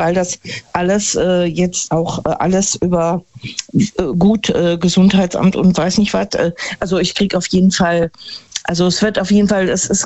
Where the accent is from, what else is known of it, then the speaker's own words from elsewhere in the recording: Neunkirchen-Seelscheid, North Rhine-Westphalia, Germany; Ja, ich bin aus Neunkirchen-Sülscheid und ich habe nur durch Zufall eure Sendung verfolgt.